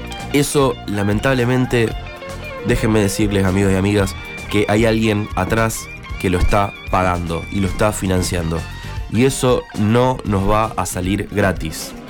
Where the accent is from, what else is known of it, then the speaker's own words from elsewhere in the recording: Argentina; yo soy argentino, yo amo a mi país.